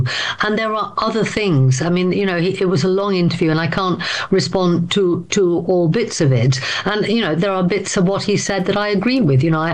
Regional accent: Camden, London, United Kingdom; So I'm from Camden. I'm from a home in St Pancras, which is where we've now got a by-election.

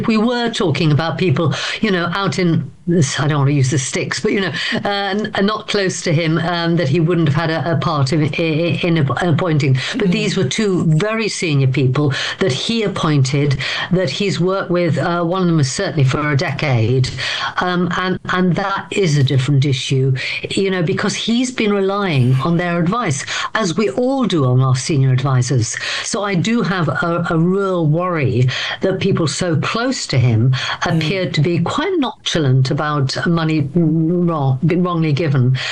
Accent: Camden, London, United Kingdom; So I'm from Camden. I'm from a home in St Pancras

